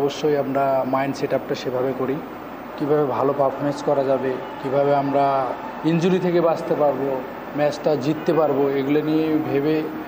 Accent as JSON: {"language": "Bangla", "area": "Dinajpur District", "region": "Rangpur Division", "country": "Bangladesh", "tie": "born or raised there", "said": "আমার জন্মগ্রহণ হলো দিনাজপুর জেলায়, ওখানেই আমার শৈশবে বেড়ে ওঠা। নবীগুরু উচ্চ বিদ্যালয় আমার মাধ্যমিক এবং উচ্চ মাধ্যমিক মনমোদপুর আইডিয়াল ডিগ্রি কলেজ।"}